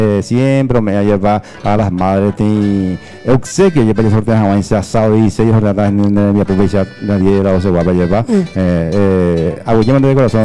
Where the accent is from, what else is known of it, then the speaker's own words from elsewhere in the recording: Paraguay; Sí, 14 y 15 de mayo, el día de la independencia nacional, como buen paraguayo.